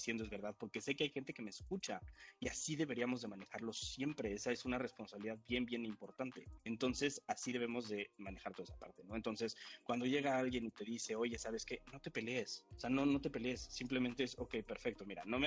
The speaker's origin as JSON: {"language": "Spanish", "country": "Mexico"}